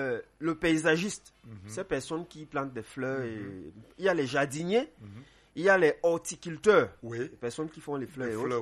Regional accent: Cameroon; chez nous au Cameroun.

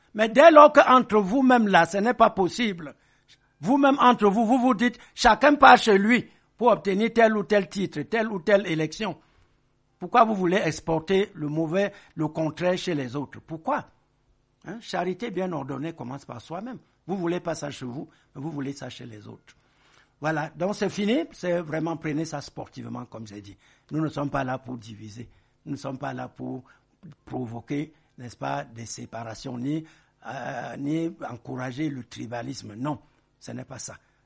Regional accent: Cameroon; Nous sommes tous des Camerounais, on est tous des frères à part entière. Hein. Voilà, on est libre de s'installer partout au Cameroun.

